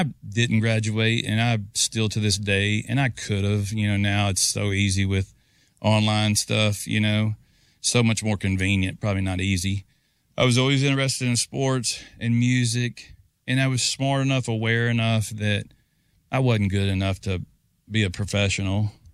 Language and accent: English; Missouri, United States; the biggest, I guess, sort of reason I thought it was possible is because … is from my hometown.